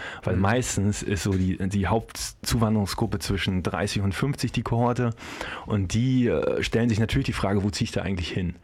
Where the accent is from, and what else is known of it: Mecklenburg-Vorpommern, Germany; moved away as an adult